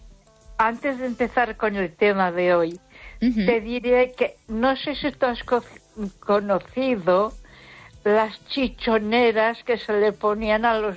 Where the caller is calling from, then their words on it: Ponferrada, Castile and León, Spain; Buenas noches, Esther … de Ponferrada.